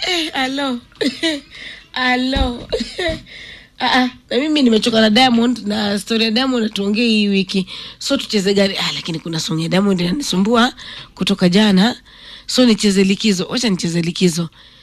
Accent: Kenya; Mimi ni mkamba, I don't lie.

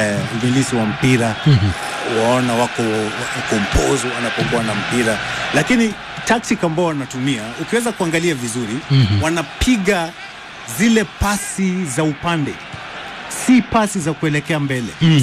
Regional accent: Kenya; Mimi ni Mkenya halisi.

